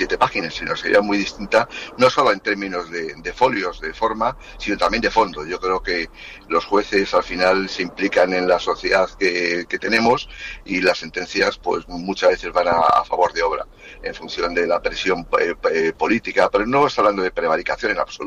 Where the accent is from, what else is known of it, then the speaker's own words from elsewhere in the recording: Castile, Spain; Una cosa sobria, como somos los castellanos.